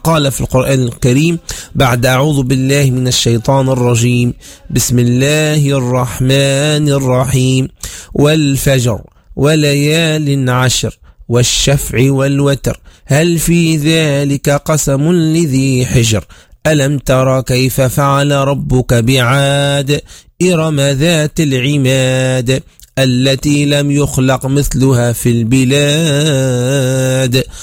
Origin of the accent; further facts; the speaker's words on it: Tunisia; بلدنا تونس.